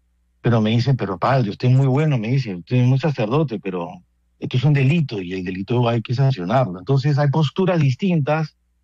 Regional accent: Colombia; Yo soy colombiano, padre, de corazón. Yo soy sacerdote diocesano.

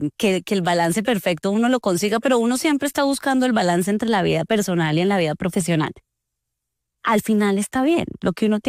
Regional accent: Bucaramanga, Santander, Colombia; moved away

